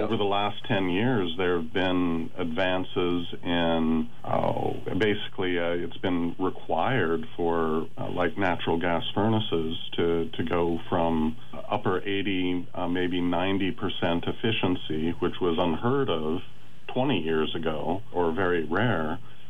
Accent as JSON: {"language": "English", "town": "Meadow Lakes", "region": "Alaska", "country": "United States", "tie": "born or raised there", "said": "Well, I actually grew up in the Meadow Lakes area, so I'm a graduate of Wasilla High."}